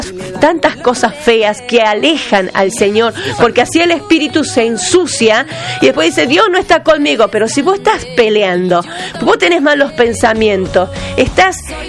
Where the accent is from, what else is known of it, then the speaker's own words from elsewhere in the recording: Argentina; Somos religiosos, somos católicos, somos argentinos